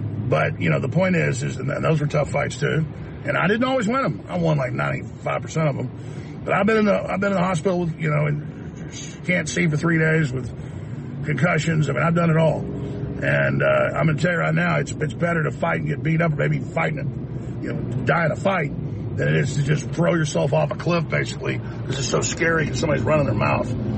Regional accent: Dallas, Texas, United States; You know, I grew up in Dallas, and I mean, it made me the man I am that I was racially attacked.

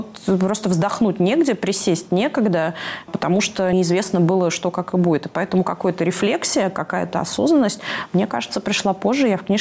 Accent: Ukraine; в моем свидетельстве о рождении написано, что я украинка, угу. потому что мы, как бы, мы вообще из советской семьи

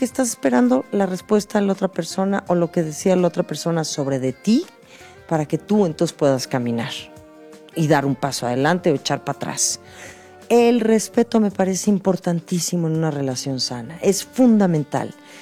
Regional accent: Mexico; que podamos seguir celebrándonos como mexicanos.

